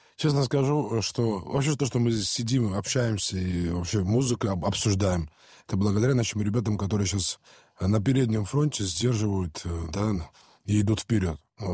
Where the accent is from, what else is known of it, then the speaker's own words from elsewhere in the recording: Georgia; now in Moscow, Russia; Я вообще грузин